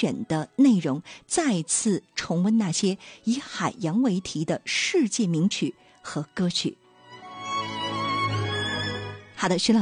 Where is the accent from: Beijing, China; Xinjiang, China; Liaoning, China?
Liaoning, China; Dalian; 更甭说咱们大连人自诩为城市情歌的